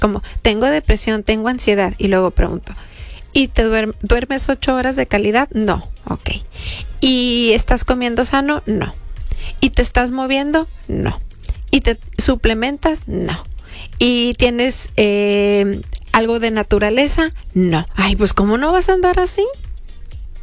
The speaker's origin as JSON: {"language": "Spanish", "country": "Mexico", "said": "Y somos mexicanos, los que no me están oyendo, hablamos español."}